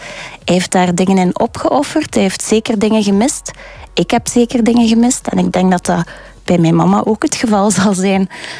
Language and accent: Dutch; Ghent, Flanders, Belgium; born there; ik ben in Gent geboren om 00:30 of zo, 's nachts.